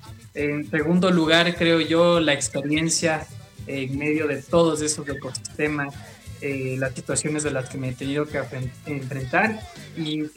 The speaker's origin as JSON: {"language": "Spanish", "country": "Ecuador", "moved": "as an adult", "lives_now": "Bolivia", "said": "salí de mi Ecuador del alma, después pasé por el Perú y ahora Bolivia."}